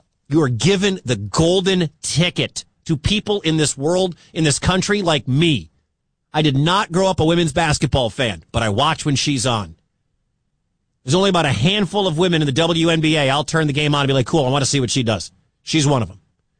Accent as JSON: {"language": "English", "town": "Detroit", "region": "Michigan", "country": "United States", "lives_now": "Iowa, United States", "said": "I'm not from Iowa. I'm originally from Detroit. That's where I was born. That's where all my family is, in Michigan. But I've lived here since 2019."}